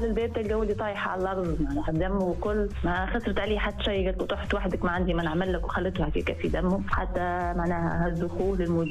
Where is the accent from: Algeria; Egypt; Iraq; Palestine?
Algeria; now in Tunisia; أنا مواطنة جزائرية مقيمة بتونس